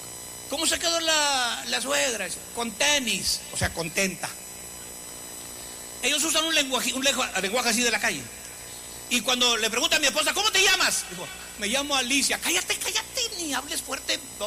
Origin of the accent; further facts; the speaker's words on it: Anáhuac, Mexico; born there; Pero un día, papá nos trajo a vivir a Anáhuac, a 30 kilómetros donde yo nací.